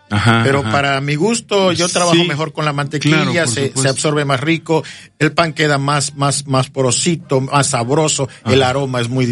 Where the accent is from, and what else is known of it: Alvarado, Veracruz, Mexico; born there; moved away